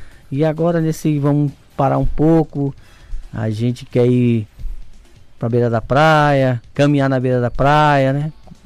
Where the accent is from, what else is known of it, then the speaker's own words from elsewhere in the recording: Recife, Pernambuco, Brazil; moved away as an adult; now in Manaus, Brazil; sou de Recife